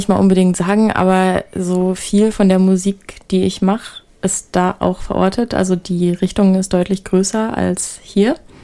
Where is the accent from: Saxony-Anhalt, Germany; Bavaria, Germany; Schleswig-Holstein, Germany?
Schleswig-Holstein, Germany; Kiel; also born or lived in Australia; ich komme eigentlich aus Kiel